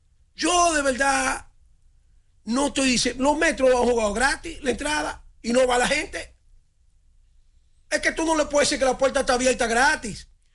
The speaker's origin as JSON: {"language": "Spanish", "region": "Cibao", "country": "Dominican Republic", "said": "Yo soy del Cibao."}